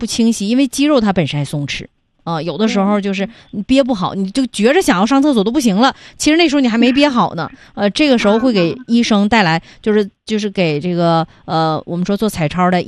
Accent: China; 我们中国人

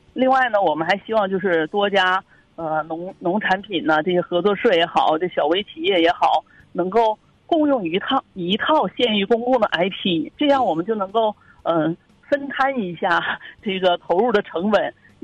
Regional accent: Gongzhuling, Jilin, China; 我们公主岭

